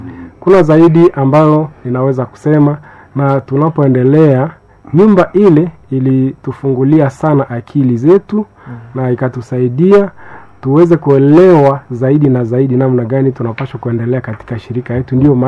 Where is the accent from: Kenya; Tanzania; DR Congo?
DR Congo; Butembo, North Kivu; Mimi binafsi nilitoka hapa kwetu Butembo Kitatumba, nilikuwa parosi Kitatumba